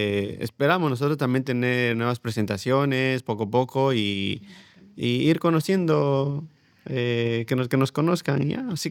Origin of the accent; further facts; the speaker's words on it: Ecuador; no solo somos ecuatorianos